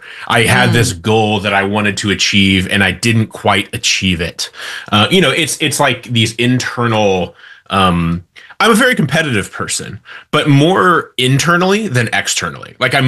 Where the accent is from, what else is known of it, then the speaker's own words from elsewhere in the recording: Midwest, United States; I know you've got a lot of Midwest listeners, and I'm from the Midwest.